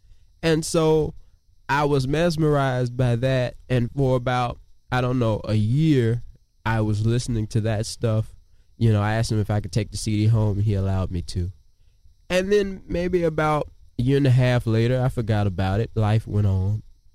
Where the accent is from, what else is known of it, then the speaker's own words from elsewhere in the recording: Vicksburg, Mississippi, United States; now in Richland, United States; I'm from Richland, Mississippi, Vicksburg, Mississippi, originally, though.